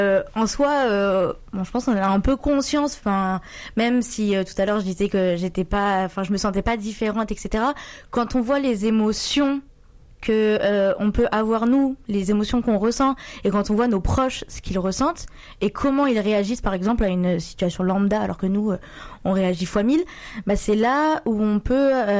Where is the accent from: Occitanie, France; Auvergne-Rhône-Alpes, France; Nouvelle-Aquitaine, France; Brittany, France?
Nouvelle-Aquitaine, France; Vienne; moved away as an adult; Du coup, moi, je suis de la Vienne.